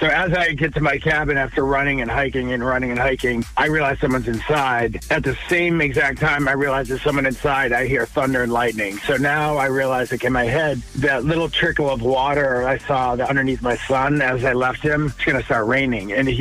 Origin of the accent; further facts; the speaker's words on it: Plymouth, Massachusetts, United States; and then I also was able to shoot in my hometown of Plymouth, Massachusetts.